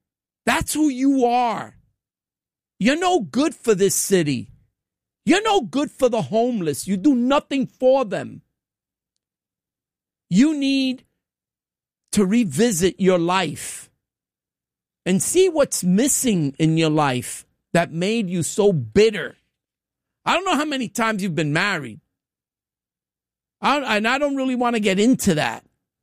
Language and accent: English; New York, United States; I'm a New Yorker.